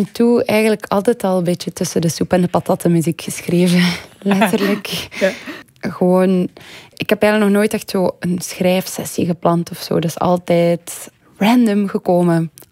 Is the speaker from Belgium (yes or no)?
yes; Hansbeke, Flanders, Belgium; Wij zijn opgegroeid in Hansbeke, dat is een dorp niet zo ver van Gent.